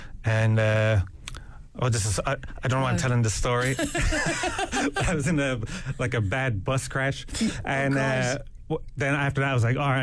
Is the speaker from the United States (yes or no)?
no; Tralee, Munster, Ireland; I used to think, because I'm from Kerry.